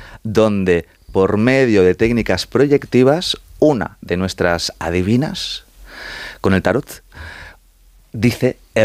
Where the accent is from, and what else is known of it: Community of Madrid, Spain